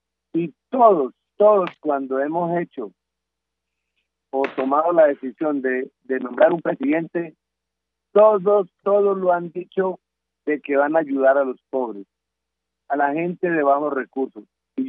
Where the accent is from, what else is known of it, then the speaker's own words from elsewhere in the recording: Colombia; Eso a uno le da tristeza también como colombiano